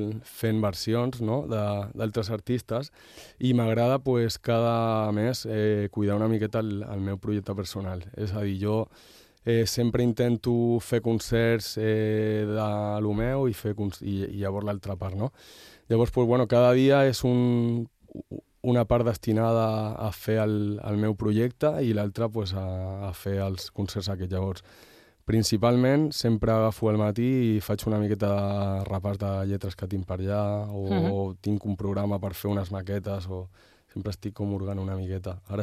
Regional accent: Catalonia, Spain; born there; now in Mallorca, Spain; estoy a 1 hora de Barcelona o así

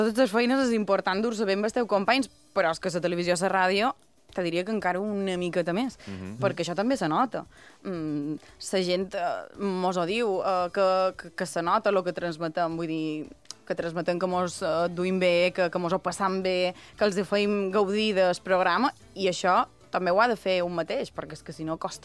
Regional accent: Sencelles, Balearic Islands, Spain; born or raised there; now in Palma, Spain

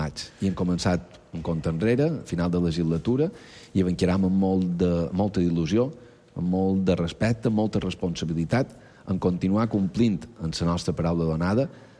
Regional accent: Balearic Islands, Spain; Som mallorquins i això és el que hem de defensar.

